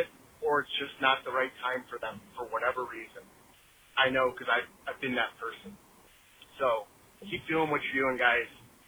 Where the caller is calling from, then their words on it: Boca Raton, Florida, United States; I'm calling from Boca Raton, Florida.